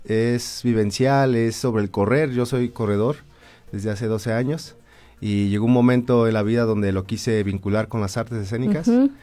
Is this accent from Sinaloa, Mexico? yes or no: no; Pachuca, Hidalgo, Mexico; Soy de aquí de Pachuca, Hidalgo